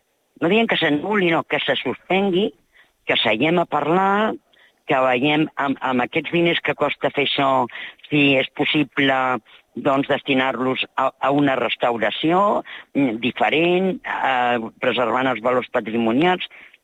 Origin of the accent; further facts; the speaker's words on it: Catalonia, Spain; tots els que som del Baix Llobregat